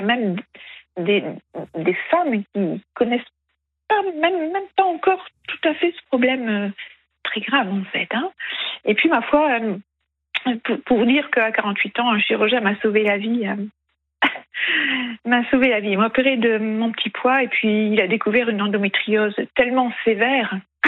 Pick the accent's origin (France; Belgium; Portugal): France; Hauts-de-France; Je suis native du Pas-de-Calais